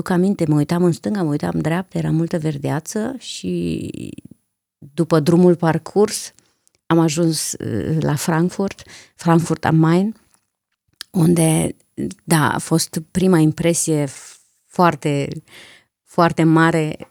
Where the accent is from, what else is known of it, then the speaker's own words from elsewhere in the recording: Alba Iulia, Alba County, Romania; Ja, ich komme aus Transsilvanien, wo Dracula herkommt, wie man immer so sagt hier, aus Alba Iulia, so genannt auch Karlsberg auf Deutsch